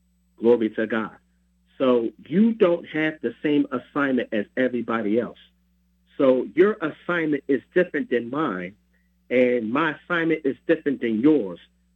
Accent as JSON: {"language": "English", "town": "Camden", "region": "New Jersey", "country": "United States", "tie": "born or raised there", "said": "And now when you have an anointing to reach my hometown, Camden, New Jersey, then that means you have an anointing for Camden."}